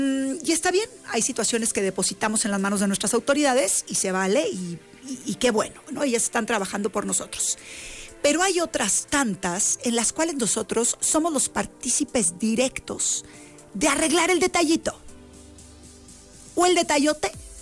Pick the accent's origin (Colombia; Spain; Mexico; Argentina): Mexico; nosotros como mexicanos es un mes muy importante para nosotros como ciudadanos mexicanos